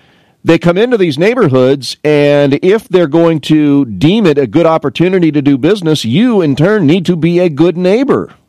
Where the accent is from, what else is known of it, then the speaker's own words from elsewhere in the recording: Canton, United States; Remember now, I'm from Canton, and we had a vibrant economy with two men's stores, two shoe stores, two baby clothes stores, women's clothing stores, all in one square, right?